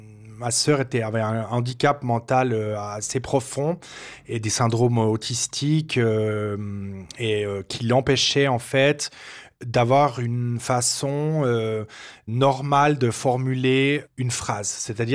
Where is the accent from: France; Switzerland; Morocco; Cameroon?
Switzerland; Fribourg; vous avez dit avant que j'ai grandi à Fribourg. Alors, ce qu'il faut savoir, c'est qu'à Fribourg, on ne parle pas très, très bien.